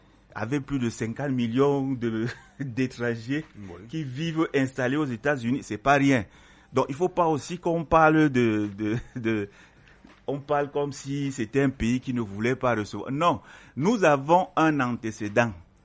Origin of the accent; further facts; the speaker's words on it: Cameroon; moi, en tant que Camerounais, je m'assume pleinement